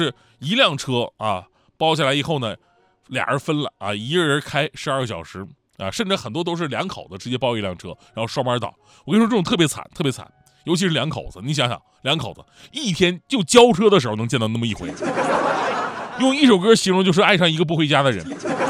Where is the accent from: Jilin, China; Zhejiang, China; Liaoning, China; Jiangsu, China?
Jilin, China; Changchun; moved away; 我老家长春